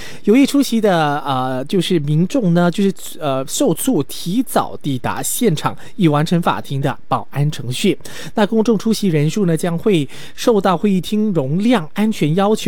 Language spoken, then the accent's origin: Chinese; Sabah, Malaysia; 这一个属于我们沙巴人针对沙巴40%净税收特别拨款课题的这一个上诉了